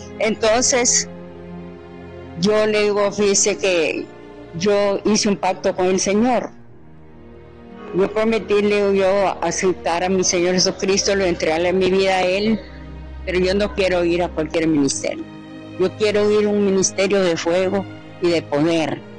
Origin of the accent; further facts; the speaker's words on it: Campo Cielo, Comayagua, Honduras; Campo Cielo, Comayagua.